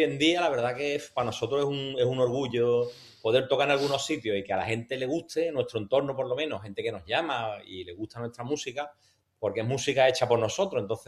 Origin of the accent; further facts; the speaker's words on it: Jerez de la Frontera, Andalusia, Spain; somos del sur, somos de Cádiz, somos de Jerez, nuestras letras hablan de las cosas que nos pasan por aquí, cuando cantamos pues tenemos nuestro puntito, nuestro deje